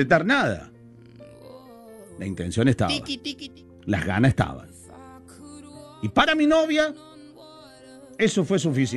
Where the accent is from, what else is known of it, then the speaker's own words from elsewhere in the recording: Bell Ville, Córdoba, Argentina; Está bien, yo soy de Belleville, ¿viste? Soy medio del campo, soy medio, qué sé yo, todavía, ¿viste?